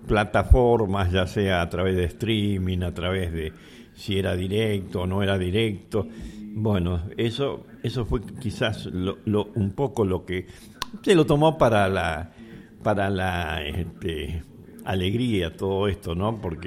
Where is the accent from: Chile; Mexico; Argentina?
Argentina; porque somos argentinos